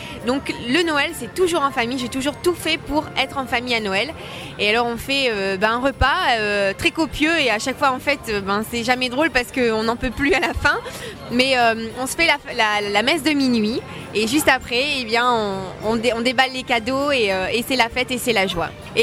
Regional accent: Lille, Hauts-de-France, France; Je viens de Lille, donc originaire du nord de la France.

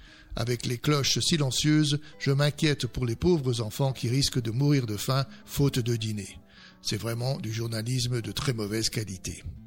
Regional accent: France; chez nous en France.

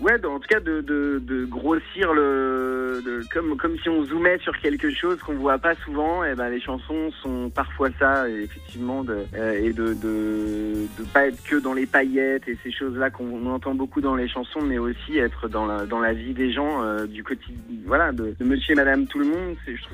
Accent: Nouvelle-Aquitaine, France; now in Paris, France; la Creuse qui est vraiment toute mon enfance, mes racines, c'est là où je me sens bien

